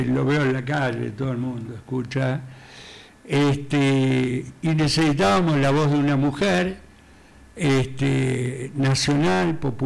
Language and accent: Spanish; Villa Luzuriaga, Buenos Aires Province, Argentina; Bueno, entonces, somos dos originarios, exacto, de Villa Luzuriaga.